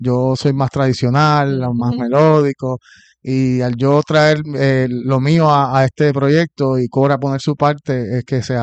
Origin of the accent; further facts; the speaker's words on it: Puerto Rico; Llega un punto en la vida que yo siento que especialmente nosotros como puertorriqueños, quizás podemos ir creciendo con otra música, pero llega un punto en que uno vuelve a las raíces, ¿no?